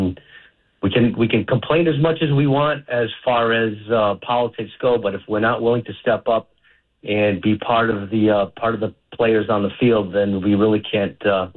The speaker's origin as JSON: {"language": "English", "town": "North Providence", "region": "Rhode Island", "country": "United States", "lives_now": "Narragansett, United States"}